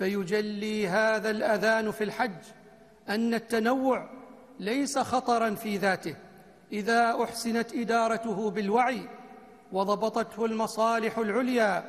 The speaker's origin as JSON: {"language": "Arabic", "country": "Oman", "said": "بلدنا عمان"}